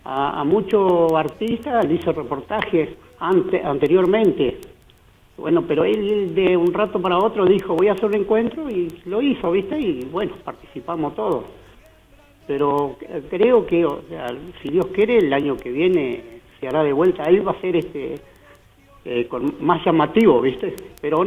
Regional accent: Alto Río Senguer, Chubut, Argentina; yo soy de Río Senger

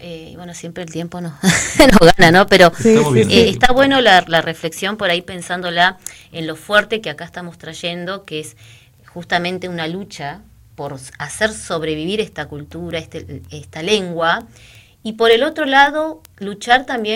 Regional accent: Río Turbio, Santa Cruz, Argentina; born there; nací en Río Turbio, pero mis papás son de Salta.

